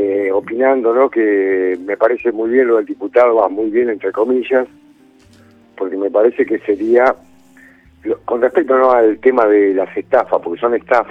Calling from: Buenos Aires, Argentina; De Floresta.

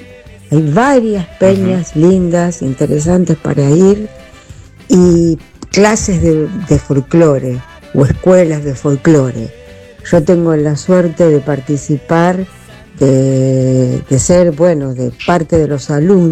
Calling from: Buenos Aires, Argentina; de Villa Crespo.

